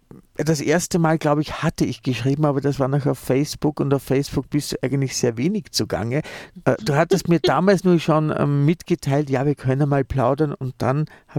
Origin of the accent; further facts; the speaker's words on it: Vienna, Austria; now in Salzburg, Austria; ich bin ja als Wiener im Salzburger Land.